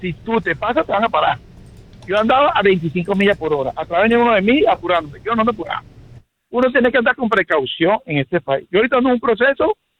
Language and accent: Spanish; Venezuela; moved away; Yo soy venezolano.